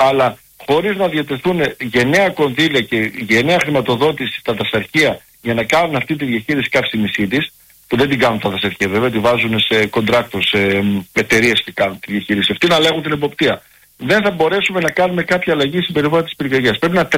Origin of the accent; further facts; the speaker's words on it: Lesbos, North Aegean, Greece; Κατάγομαι από τη Λέσβο